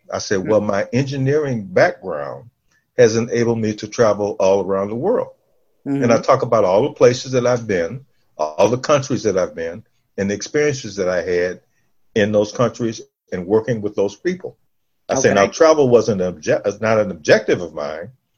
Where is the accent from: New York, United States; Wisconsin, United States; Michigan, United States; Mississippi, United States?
Michigan, United States; Detroit; Growing up in Detroit, when I grew up in Detroit, your options, the things we wanted to do was to be good in sports or join Motown.